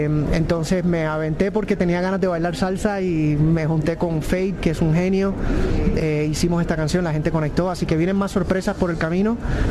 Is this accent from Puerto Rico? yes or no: yes; Puerto Rico; now in United States; llevo muchos años viviendo en los Estados Unidos. Entonces, como que me conecté mucho con el fútbol americano. Como puertorriqueño, me crié jugando béisbol.